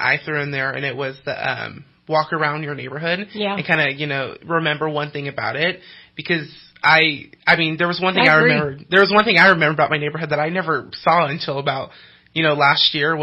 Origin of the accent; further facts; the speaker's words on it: Cottonwood, California, United States; I grew up in Cottonwood. I've been in Cottonwood for about 17 years. My family is not from here. They're all from the Bay Area, and, you know, they kind of just moved up here because, you know, Lake Shasta, they had a boat and everything.